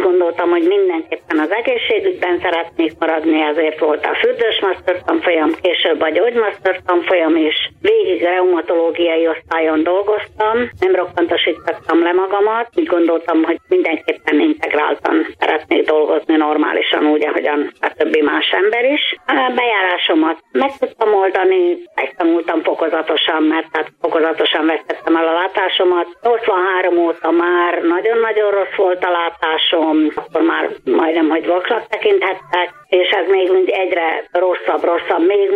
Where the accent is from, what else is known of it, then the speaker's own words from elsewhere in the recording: Győr, Győr-Moson-Sopron, Hungary; also born or lived in Debrecen; hazaköltöztünk ismét Győrbe